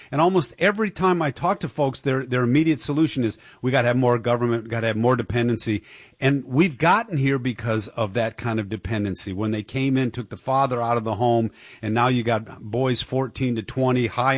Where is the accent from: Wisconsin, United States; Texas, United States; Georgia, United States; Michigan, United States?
Michigan, United States; Detroit; Yeah, I mean, my hometown's Detroit.